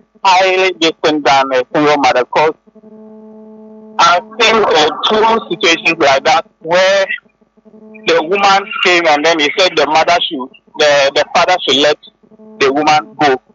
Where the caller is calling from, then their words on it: Danfa, Greater Accra, Ghana; calling from Danfa.